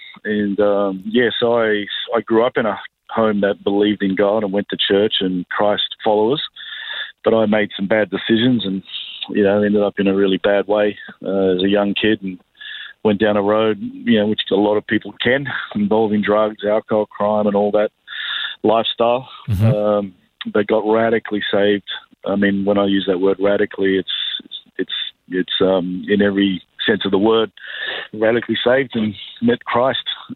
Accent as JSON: {"language": "English", "town": "Sydney", "region": "New South Wales", "country": "Australia", "tie": "born or raised there", "also_born_or_lived": "New Zealand"}